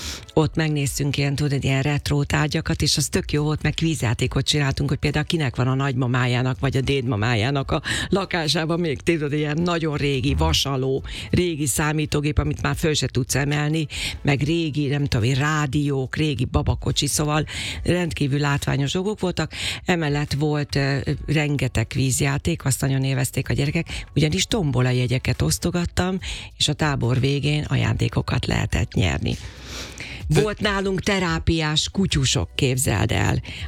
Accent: Makó, Csongrád-Csanád, Hungary; Pénteken egész nap a kalandparkban voltunk, otthon Makón, aha, a Marosparton, hát ugye nekem az idillikus mindenem

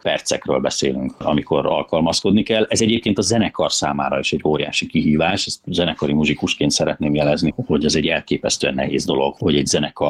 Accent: Hungary; Természetesen magyar ember vagyok, aki Magyarországon él.

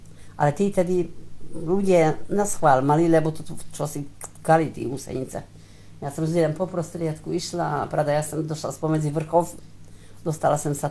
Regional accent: Tótkomlós, Békés, Hungary; chodili po Bekieskej Čabe, v Tótku Mlóši, odkiaľ sme boli. Však najmä z Dolnej zemi, potom bol z Kestúca. My sme boli z Mlinkov

